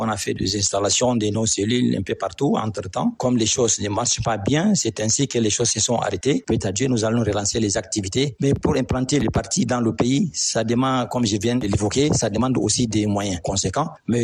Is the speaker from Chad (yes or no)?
yes; Chad